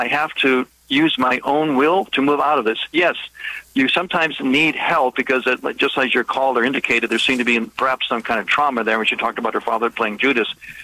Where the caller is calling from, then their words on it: Chicago, Illinois, United States; I'm driving home. I'm just driving back to Chicago.